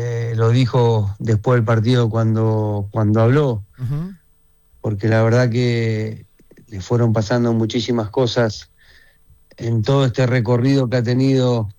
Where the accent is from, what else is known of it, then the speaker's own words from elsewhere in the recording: Argentina; lo que creo que soñaba él en primera persona y después soñábamos todos nosotros como argentinos.